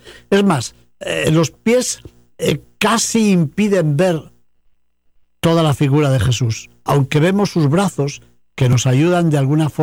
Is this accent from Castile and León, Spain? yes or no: yes; León, Castile and León, Spain; en la parroquia de San Francisco de la Vega, en mi ciudad natal de León